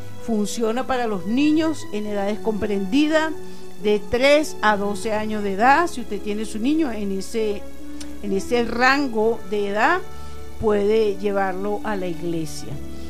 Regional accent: Venezuela; por nuestra nación, por Venezuela

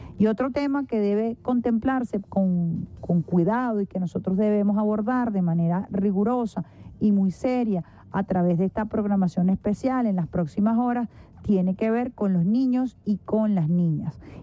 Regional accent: Venezuela; nosotros en Venezuela tenemos una presidenta mujer

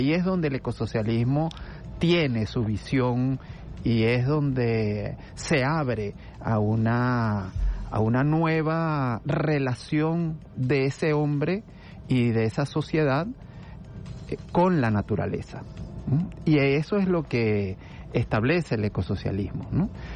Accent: La Guaira, Venezuela; born there; yo soy de La Guaira. Yo nací en Macorís.

